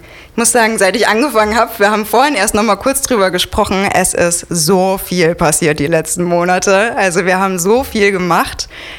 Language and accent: German; Munich, Bavaria, Germany; moved away; ich komme nämlich eigentlich aus München